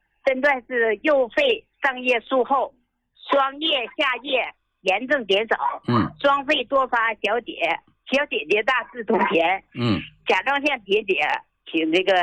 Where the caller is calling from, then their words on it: Shenyang, Liaoning, China; 我是沈阳的。